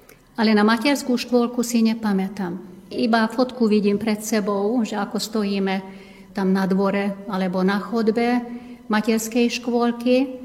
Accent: Banská Bystrica Region, Slovakia; first language Hungarian; Slovak is a second language; Pochádzam zo stredného Slovenska, z Veľkokrytíckej oblasti. Je to vlastne krajina, kde dva jazyky, dve kultúry žijú vedľa seba, stretávajú sa, doplňajú sa.

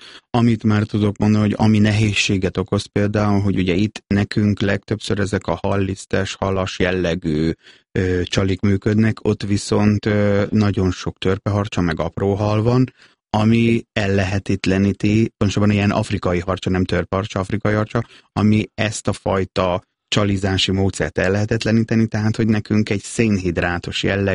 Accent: Nyíregyháza, Szabolcs-Szatmár-Bereg, Hungary; nyíregyháziként Tiszalökre sokat jártunk ki

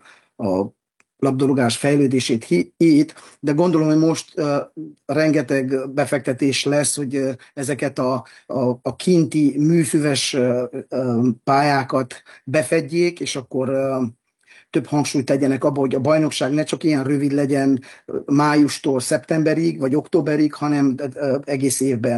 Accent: Hungary; now in Canada; Most beszélhetnék, mint magyar.

